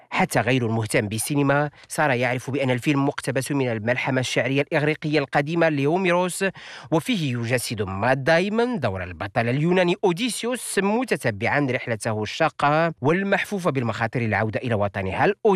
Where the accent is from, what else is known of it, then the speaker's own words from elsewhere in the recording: Morocco; الشريط الذي صور جزئيا عندنا في المغرب